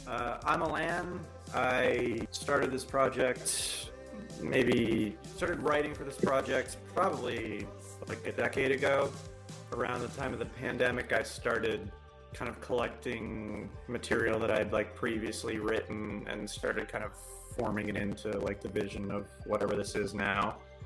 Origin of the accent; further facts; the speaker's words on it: New York, United States; moved away as an adult; now in Austin, United States; I came from New York. I was, you know, playing in various bands there for a while. And I moved to Austin about 4 years ago.